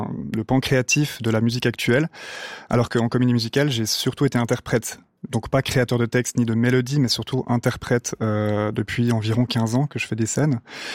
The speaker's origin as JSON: {"language": "French", "town": "Lutry", "region": "Vaud", "country": "Switzerland", "tie": "born or raised there", "also_born_or_lived": "Sion / Lausanne", "said": "moi, personnellement, je suis né à Sion. J'ai grandi dans le canton de Vaud. J'ai vécu mes deux premières années à Sion et ensuite, je suis venu à Lutry. Puis Lausanne, j'ai un peu gravité dans cette région-là. Donc, je suis Valaisan sur les papiers, mais dans le cœur, un peu plus vaudois quand même"}